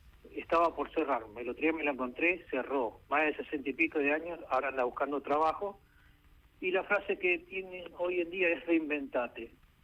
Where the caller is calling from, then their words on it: Los Polvorines, Buenos Aires Province, Argentina; vivo en Polvorines, trabajo en Cava, acabo de llegar.